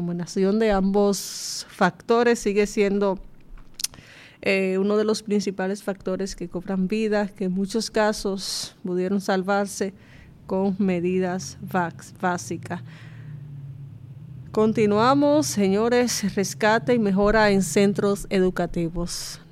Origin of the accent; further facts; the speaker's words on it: Baní, Peravia, Dominican Republic; Baní, provincia Peravia. Y estamos, nos sentimos sumamente orgullosos de pertenecer a esta provincia de hombres y mujeres trabajadores.